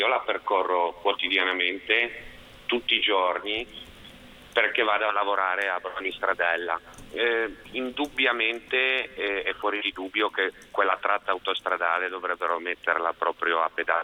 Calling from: Genoa, Liguria, Italy; da Genova.

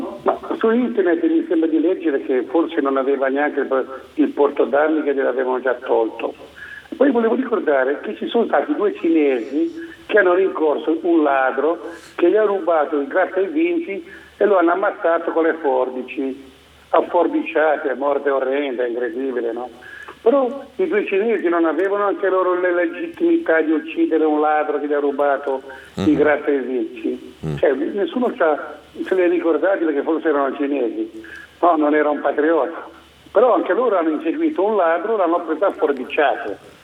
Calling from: Ponte Carrega, Liguria, Italy; Sono da Ponte Carrega.

